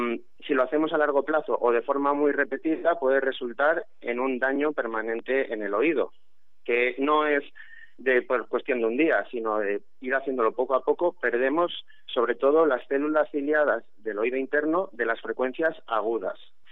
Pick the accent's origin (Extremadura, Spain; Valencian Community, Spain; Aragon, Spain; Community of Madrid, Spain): Valencian Community, Spain; Alicante; Yo soy alicantino desde siempre y desde que nací.